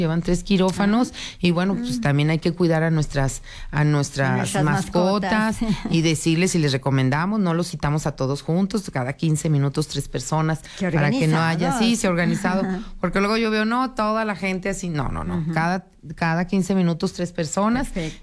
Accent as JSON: {"language": "Spanish", "region": "Aguascalientes", "country": "Mexico", "tie": "born or raised there", "said": "yo nací en Aguascalientes. Yo crecí en el barrio de San Marcos"}